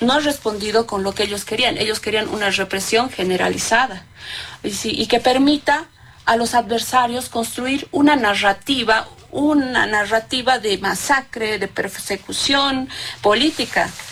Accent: El Alto, La Paz, Bolivia; Yo quiero hacer una comparación porque yo lo he vivido en primera persona, yo soy del Alto, con esta situación que ha pasado en 2003

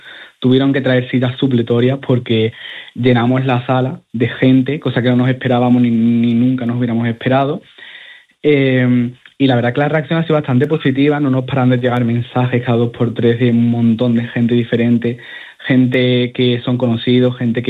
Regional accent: Ceuta, Spain; nos da miedo poner que somos de Ceuta, porque Ceuta es una ciudad que está tan, tan aislada de la península

